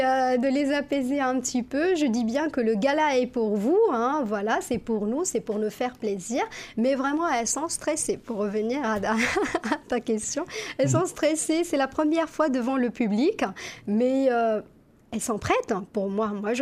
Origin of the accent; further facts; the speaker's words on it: Casablanca, Casablanca-Settat, Morocco; now in Bergerac, France; C'est ma ville natale.